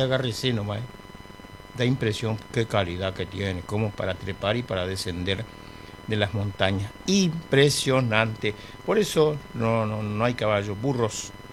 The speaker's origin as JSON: {"language": "Spanish", "town": "Presidencia de la Plaza", "region": "Chaco", "country": "Argentina", "said": "la capital del chicharrón en Presidencia de la Plaza, mi pueblo. Así que saludamos a toda mi gente de Plaza, Chaco, de donde soy"}